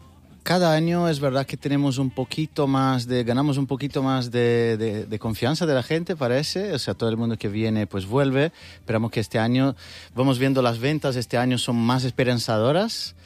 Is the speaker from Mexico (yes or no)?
no; Brazil; moved away; soy brasileño